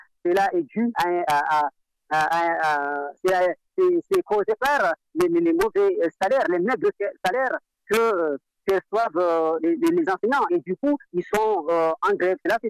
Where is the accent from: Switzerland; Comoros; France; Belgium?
Comoros; Mohéli; born there; moi je suis né à Moueli, mais j'ai un cousin qui habite à Mayotte